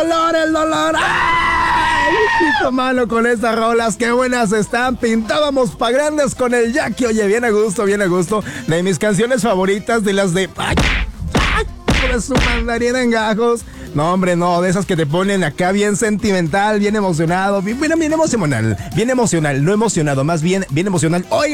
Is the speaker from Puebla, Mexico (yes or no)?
yes; Puebla, Mexico; Si un día alguien se quiere poner la camiseta del Puebla, la de mi tierra